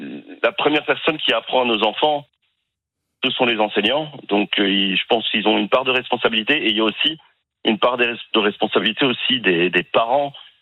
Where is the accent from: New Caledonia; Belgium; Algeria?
Belgium; now in France; Moi, je suis belge et j'ai tellement de mauvais échos sur le public en France